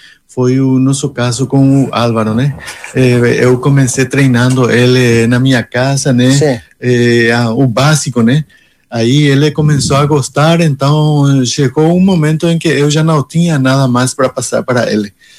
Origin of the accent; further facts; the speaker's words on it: Luque, Central, Paraguay; moved away as an adult; now in Pedro Juan Caballero, Paraguay; quando eu fui criança, eu realmente nasci em Luque. Sou de Luque, do Paraguai, né?